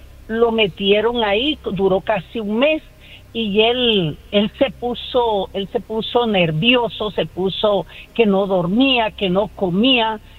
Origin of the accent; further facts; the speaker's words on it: Caribbean coast, Colombia; soy colombiana, soy de la costa, igual que ustedes.